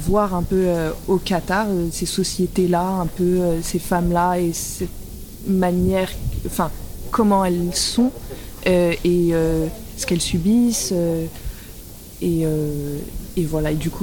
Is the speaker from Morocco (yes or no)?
yes; Morocco; Moi, j'ai grandi au Maroc